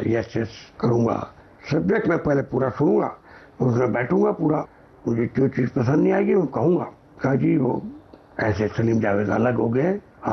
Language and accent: Hindi; Baffa, Khyber Pakhtunkhwa, Pakistan; first language Punjabi; Hindi is a second language; तरफ के, और मैं बफा एबटाबाद मानसेरा वाला। तो हमारे घर में जो पंजाबी बोली जाती थी, जुल जा को जुल बोलते थे, जुलो जरा